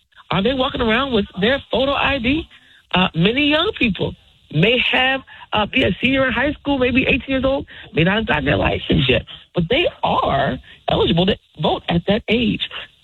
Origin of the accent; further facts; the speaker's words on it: New Jersey, United States; born there; I grew up in, I was born in New Jersey. I live in another state